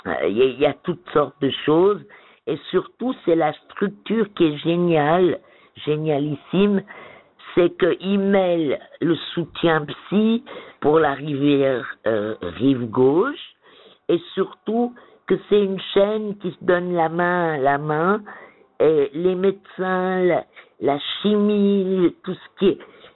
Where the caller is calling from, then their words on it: Vaud, Switzerland; Je suis une vraie vaudoise.